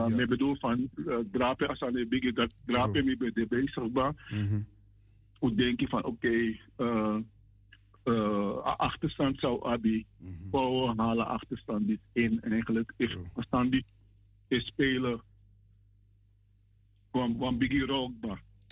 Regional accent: Netherlands; also born or lived in Suriname; Ik ben geboren in Suriname, maar Migrokon in Holland.

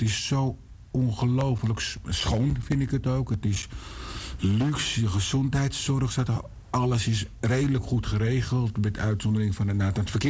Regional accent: Bangkok, Thailand; Amsterdam is natuurlijk absoluut mijn nummer 1. Maar ik kom uit Bangkok.

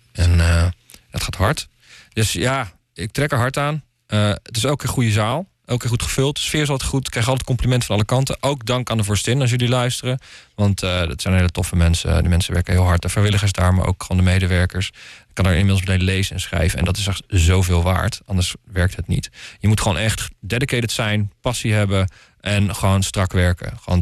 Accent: Muiderberg, North Holland, Netherlands; vanuit Muiderberg, waar ik vandaan kom.

